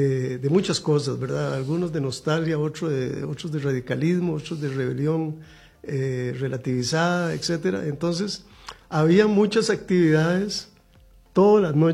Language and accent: Spanish; Turrialba, Cartago, Costa Rica; born there; moved away as an adult; also born or lived in Paris / Strasbourg; la paz y la tranquilidad que yo tenía en Turrialba